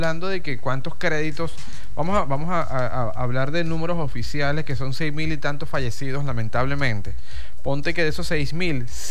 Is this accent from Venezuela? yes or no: yes; Punta de Mata, Monagas, Venezuela; moved away; Y en Punta de Mata, que es de donde yo vengo